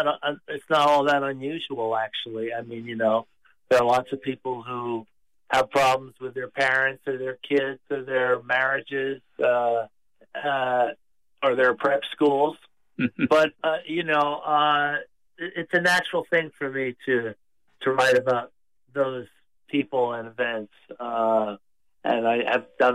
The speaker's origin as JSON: {"language": "English", "region": "New York", "country": "United States", "tie": "born or raised there", "also_born_or_lived": "North Carolina", "said": "I was born in North Carolina, and my mother was from South Georgia, but I was a suburban New York kid."}